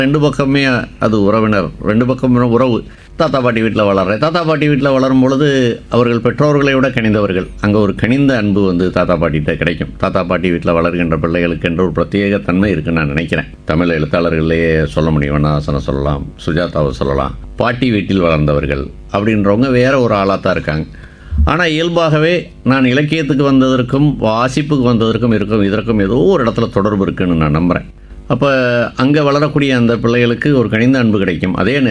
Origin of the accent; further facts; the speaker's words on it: Madurai, Tamil Nadu, India; நான் மதுரைதானுடைய சொந்த ஊர். ஆனால் என்னுடைய அப்பா இங்கே சென்னையில் பணிபுரிந்தார்